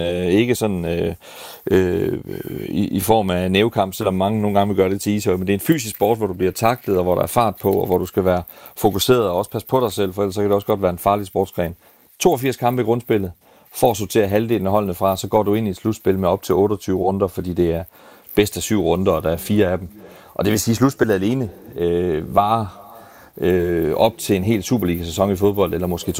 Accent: Herning, Central Denmark Region, Denmark; Tinghuspladsen i Herning, hvor jeg er vokset op.

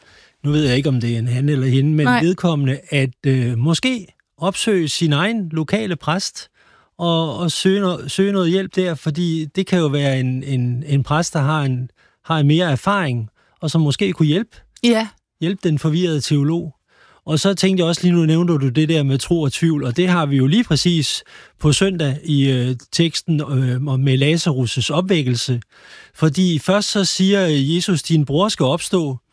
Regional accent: Herlev, Capital Region of Denmark, Denmark; der var en præst i Herlev, hvor jeg kommer fra

